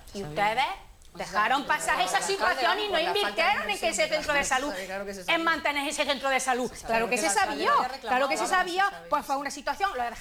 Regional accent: Jódar, Andalusia, Spain; Y en pueblos de Sierra Mágina como Jodas, yo vengo de Jodas, Jimena, Albanché, García, estuvimos 3 meses sin pediatra.

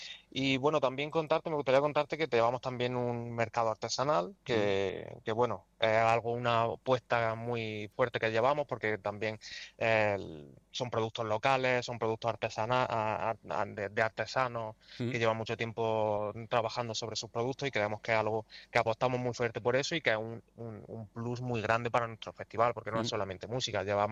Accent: Orcera, Andalusia, Spain; also born or lived in Jaén; yo, mi madre es de aquí de Orcera, yo nací en Jaén, pero bueno, Juan Antonio es de aquí de Orcera también, uh-huh. Entonces yo me he criado aquí, yo estoy enamorado de este lugar, de la Sierra de Segura

